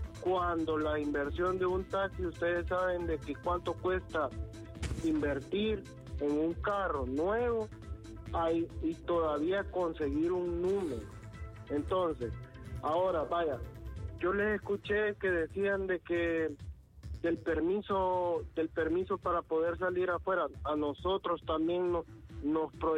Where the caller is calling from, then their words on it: Pespire, Choluteca, Honduras; nosotros aquí teníamos una asociación de taxistas. En Pespire